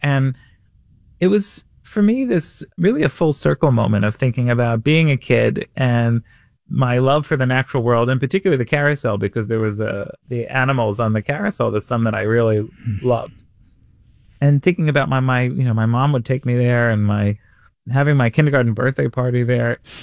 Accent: New York City, New York, United States; now in Indiana, United States; So I grew up in Queens, a Queens boy

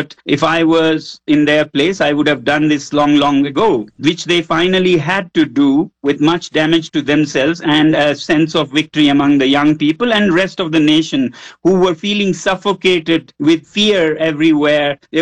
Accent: Ladakh, India; I come from Ladakh

